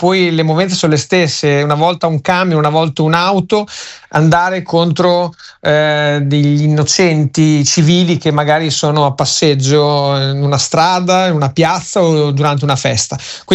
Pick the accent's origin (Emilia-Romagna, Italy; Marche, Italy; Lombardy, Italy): Emilia-Romagna, Italy; sono romagnolo a Villa Verucchio